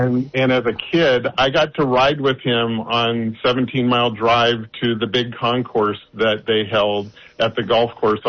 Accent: Aptos, California, United States; now in Bonny Doon, United States; When I was a kid, I grew up in Aptos

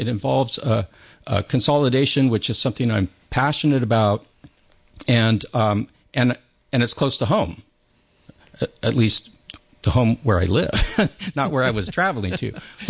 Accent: Capitola, California, United States; I'm a lifelong resident here of Santa Cruz County. I grew up in Capitola

